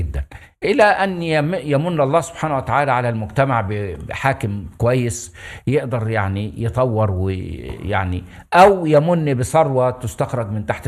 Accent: Egypt; now in Cairo, Egypt; انا واحد من الريف اسكن في مصر لي 40 سنه او اكثر، اسكن في القاهره.

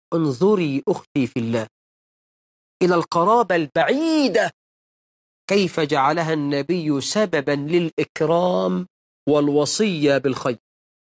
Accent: Egypt; أنا كمصري

